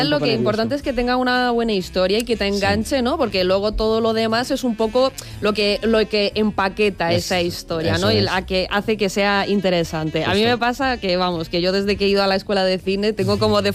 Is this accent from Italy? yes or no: no; Russia; Y siendo rusa, ¿eh? Sí. Que parece que no, pero pero, ostras, en Rusia hace un calor a veces, sí.